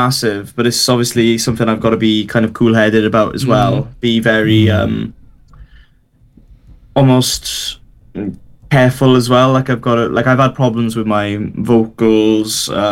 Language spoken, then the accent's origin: English; Burry Port, Wales, United Kingdom; We've got a bus going up from Buryport, my hometown, of over like 30 people.